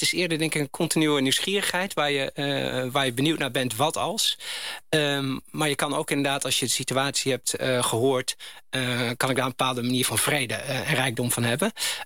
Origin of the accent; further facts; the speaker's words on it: Overijssel, Netherlands; also born or lived in Amsterdam; ik ben geadopteerd. En na korte tijd, ik ben dus in Amsterdam geboren. En daarna ben ik opgegroeid in Twente, bij mijn adoptieouders.